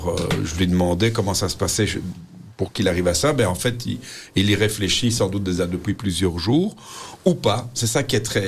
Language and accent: French; Molenbeek, Brussels, Belgium; born or raised there